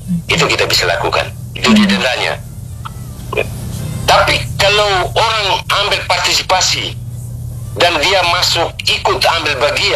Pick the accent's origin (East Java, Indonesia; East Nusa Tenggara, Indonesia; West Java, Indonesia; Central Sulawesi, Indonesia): East Nusa Tenggara, Indonesia; Ende; istilah kita orang Ende bilang